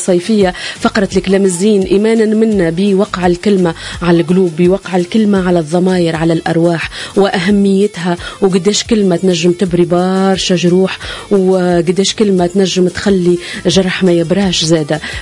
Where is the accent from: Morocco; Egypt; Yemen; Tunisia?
Tunisia; accent: Tunisian; لهجتنا المحلية التونسية